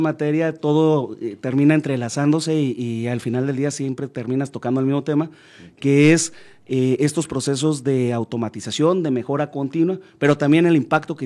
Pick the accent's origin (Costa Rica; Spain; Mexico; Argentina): Mexico; Camargo; moved away; regresar a Camargo es regresar a lo real, regresar a donde se siente uno en casa.